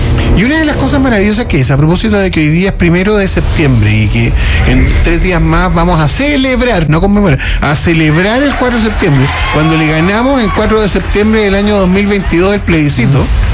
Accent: Chile; como chilenos, el 62% de los chilenos

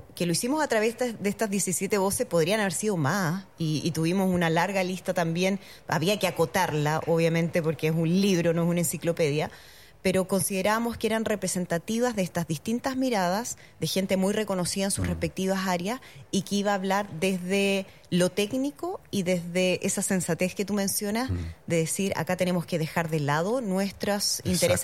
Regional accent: Chile; Es que así somos los chilenos.

